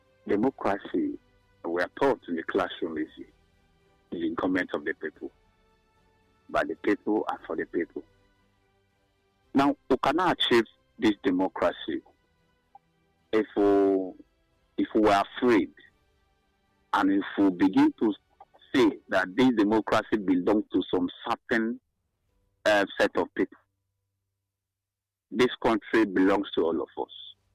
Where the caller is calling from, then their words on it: Nigeria; I'm calling from Okwabinimbo. Okwabinimbo is in Ozo and a local government.